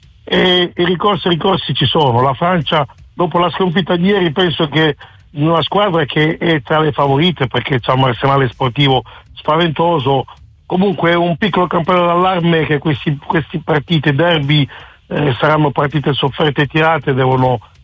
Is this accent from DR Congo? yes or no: yes; DR Congo; la Repubblica Democratica del Congo, dunque la squadra del mio paese